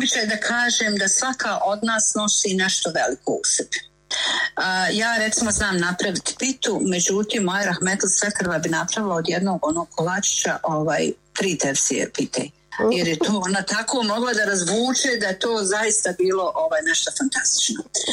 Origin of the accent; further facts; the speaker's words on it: Bosnia & Herzegovina; ma najbolje je bilo ono kod nas u Bosni, ovi muški uveče sjede, zapale cigaru i počnu raspravljati o policiji